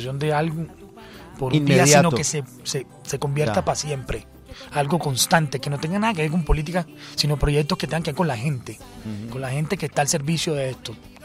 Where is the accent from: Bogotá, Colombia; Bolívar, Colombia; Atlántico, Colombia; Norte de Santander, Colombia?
Bolívar, Colombia; Cartagena; Yo soy cartagenero, es que cuando el Junior... Cuando yo estaba pequeñito, no existía fútbol profesional en Cartagena y me llevaban a Barranquilla.